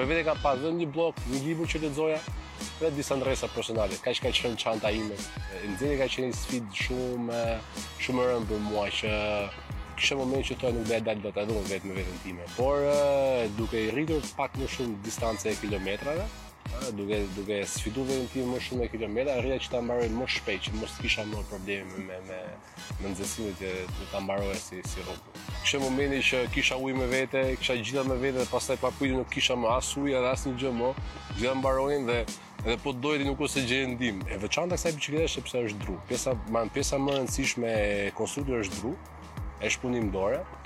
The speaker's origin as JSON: {"language": "Albanian", "town": "Shkodër", "region": "Shkodër County", "country": "Albania", "tie": "born or raised there", "said": "Çdo gjë ka filluar që në qytetin tim të origjinës, në qenë që jam Shkodran, dhe më sakt për atë doja që ta nisja nga qyteti i Shkodrës."}